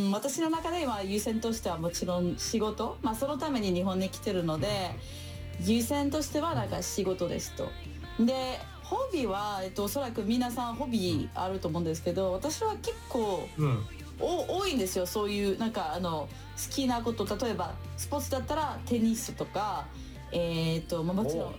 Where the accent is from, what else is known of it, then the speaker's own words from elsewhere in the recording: Provence-Alpes-Côte d'Azur, France; Japanese is a second language; moved away as an adult; now in Tokyo, Japan; フランス人です。フランスの、南プロヴァンス出身です。で、日本に来たのは20年前です。